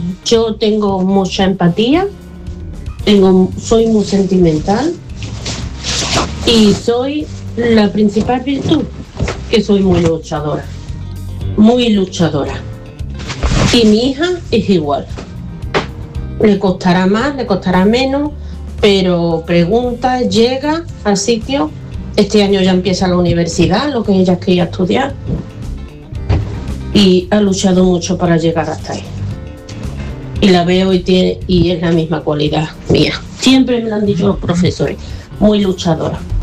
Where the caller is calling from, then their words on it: Sevilla, Andalusia, Spain; Buenos días … de Sevilla.